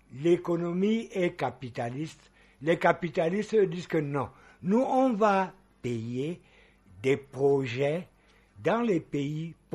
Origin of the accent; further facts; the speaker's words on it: Cameroon; Je suis un Camerounais.